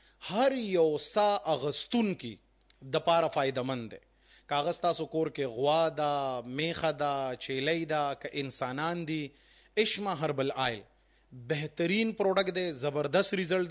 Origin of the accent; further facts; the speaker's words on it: Peshawar, Khyber Pakhtunkhwa, Pakistan; دا خو بیا تاسو زمونږ ګاونډیان یې ځکه چې مونږ هم د پېښور یو